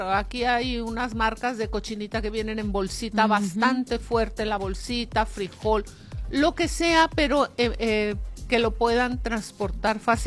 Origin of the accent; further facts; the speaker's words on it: Sinaloa, Mexico; nosotros como sinaloenses, como mexicanos